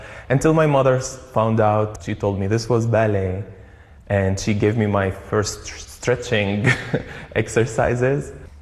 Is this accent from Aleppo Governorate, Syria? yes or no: no; Damascus, Damascus Governorate, Syria; moved away as an adult; also born or lived in Amsterdam; now in San Diego, United States; I was born in Syria, in a refugee camp for stateless refugees in Damascus, Syria.